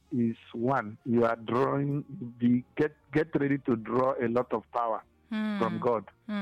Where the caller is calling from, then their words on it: Abakaliki, Ebonyi, Nigeria; I'm calling from Abakaliki.